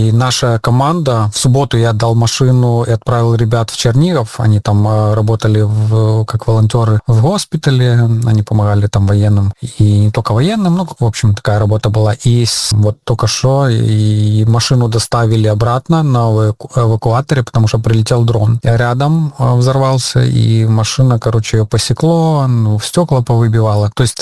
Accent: Belarus; now in Ukraine; Ну, из Украины. Я говорю, что я белорус, я как бы не украинец.

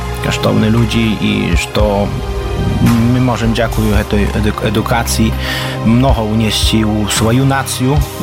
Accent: Podlaskie Voivodeship, Poland; also born or lived in Warsaw; Мой дед этот Спиридон в 1926 году тут купил эту землю. Так что мы уже, скажем, 90 годов в этом месте.

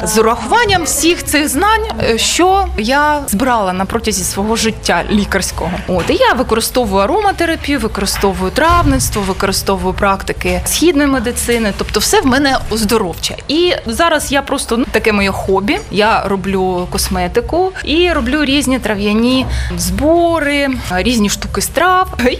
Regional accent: Kharkiv, Kharkiv Oblast, Ukraine; я з Харкова, з України.

